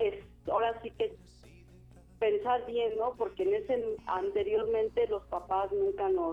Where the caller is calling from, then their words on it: Dolores Hidalgo, Guanajuato, Mexico; yo radico aquí en Dolores Hidalgo, Guanajuato.